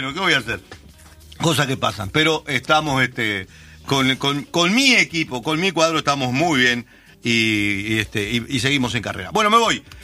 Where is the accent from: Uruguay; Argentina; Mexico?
Uruguay; Qué aburridos somos los uruguayos.